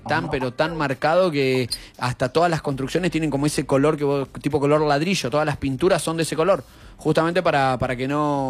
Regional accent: Argentina; Es tremendo el lugar que nos dan, loco, como argentinos.

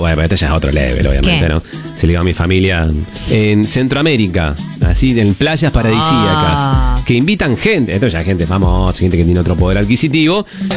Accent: Videla, Santa Fe, Argentina; Soy de Videla

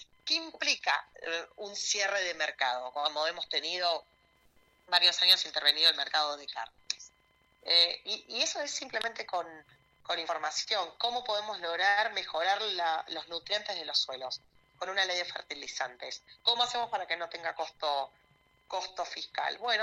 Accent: Argentina

